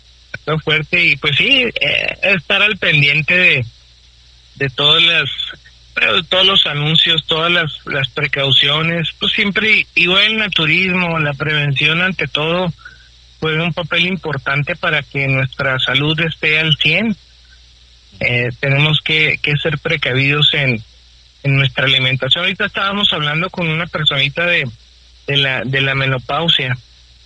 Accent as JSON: {"language": "Spanish", "country": "Mexico", "said": "Nosotros como mexicanos"}